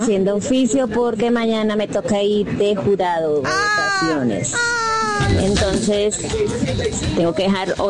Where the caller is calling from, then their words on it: Macanal, Boyacá, Colombia; fiel oyente desde Macanal, Boyacá.